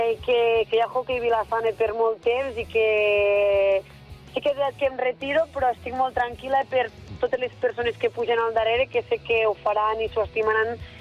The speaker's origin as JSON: {"language": "Catalan", "town": "Vila-sana", "region": "Catalonia", "country": "Spain", "said": "amb el club del meu poble"}